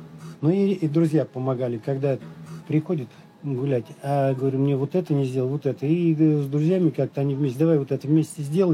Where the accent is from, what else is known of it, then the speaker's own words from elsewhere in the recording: Kamenka, Tula Oblast, Russia; В Тульской области, Узловский район.